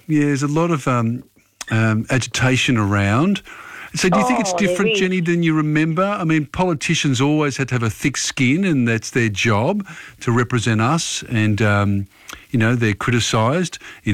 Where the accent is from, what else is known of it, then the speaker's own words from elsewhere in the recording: Australia; We're Australian